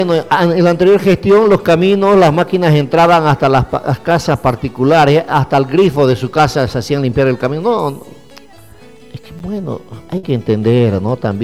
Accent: Bolivia; tenemos el carnet que nos identifica como ciudadano boliviano

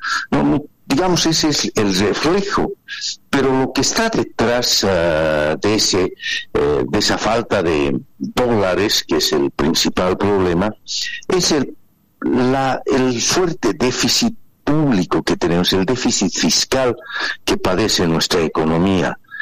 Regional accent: Bolivia; Somos los bolivianos

